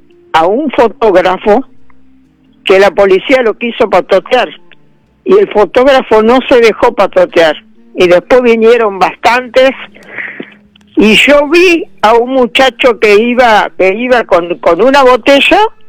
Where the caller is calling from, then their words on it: San Clemente, Buenos Aires, Argentina; de Sancle.